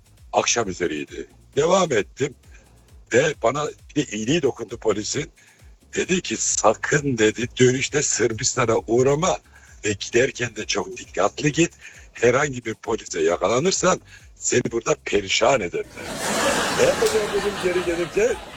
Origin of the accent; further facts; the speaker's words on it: Avanos, Nevşehir, Turkey; Kayseri'ye yakın yani 30 kilometre. Kapadokya, Nevşehir, Avanosluyum ben.